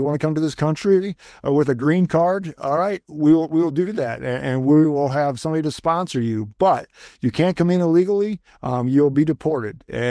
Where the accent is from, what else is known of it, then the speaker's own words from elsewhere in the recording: Iowa, United States; I'm born and raised in Northwest Iowa. I lived here all my life, lived in the same town, went to the same church all my life.